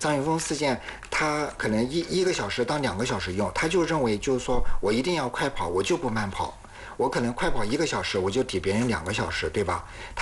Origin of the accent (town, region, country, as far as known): China